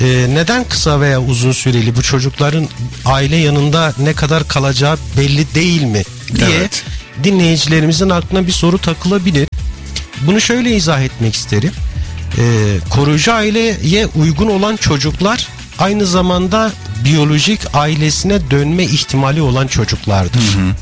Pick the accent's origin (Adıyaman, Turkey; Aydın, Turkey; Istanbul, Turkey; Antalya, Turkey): Adıyaman, Turkey; Samsat; born there; 1979 Samsat doğumluyum.